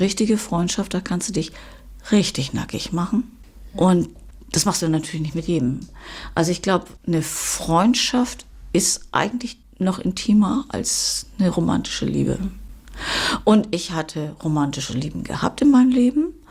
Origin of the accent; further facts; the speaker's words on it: Hamburg, Germany; now in Tenerife, Spain; Ich bin in Hamburg zur Schule gegangen, ich habe da gearbeitet, ich habe alles Hamburg.